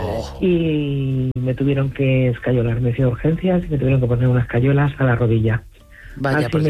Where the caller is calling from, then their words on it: Valencia, Valencian Community, Spain; Hola, buenos días. … de Valencia.